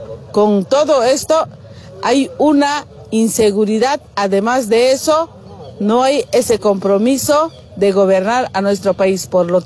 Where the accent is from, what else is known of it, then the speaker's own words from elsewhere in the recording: Bolivia; nosotros somos los verdaderos bolivianos